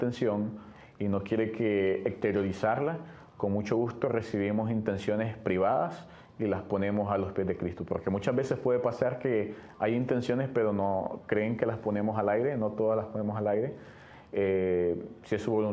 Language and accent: Spanish; Nicaragua; Así que yo soy de Nicaragua, entonces ahorita debe estar heladito.